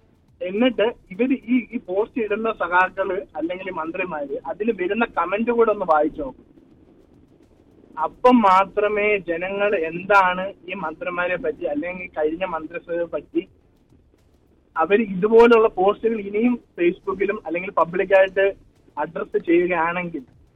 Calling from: Kollam, Kerala, India

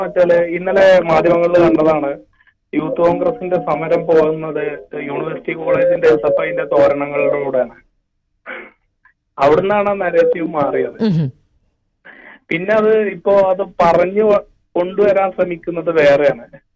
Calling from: Mankada, Kerala, India

